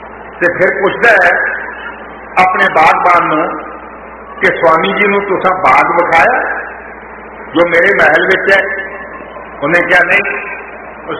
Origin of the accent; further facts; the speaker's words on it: Punjab, India; ਅਸੀਂ ਪੰਜਾਬ ਦੇ ਜੰਮ ਪਾਲਾ, ਸਾਡੀ ਬੋਲੀ ਪੰਜਾਬੀ